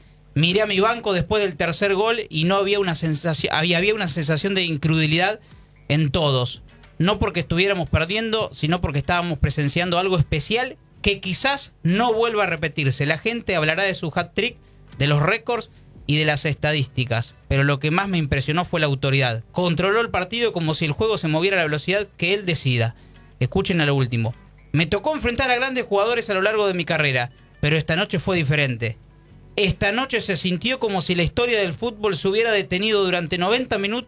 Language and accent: Spanish; Argentina; somos argentinos